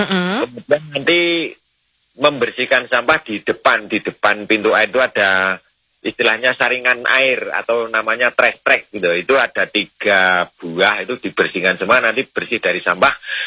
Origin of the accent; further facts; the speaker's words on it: Kulon Progo, Special Region of Yogyakarta, Indonesia; Di tempat di Dusun Kedungrong ini Mbak. Dusun kami itu terbelah jadi dua oleh saluran irigasi Kali Bawang.